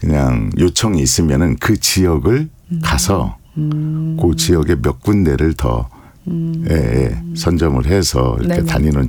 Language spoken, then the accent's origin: Korean; South Chungcheong, South Korea; 제 고향인 충청남도 부여 공주